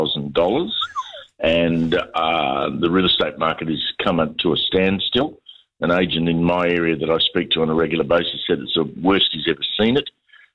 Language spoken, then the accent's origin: English; Adelaide, South Australia, Australia; now in Melbourne, Australia; I come from Adelaide